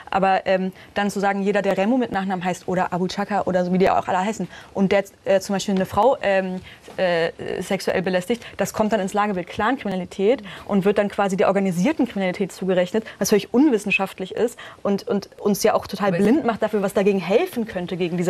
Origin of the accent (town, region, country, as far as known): Berlin, Germany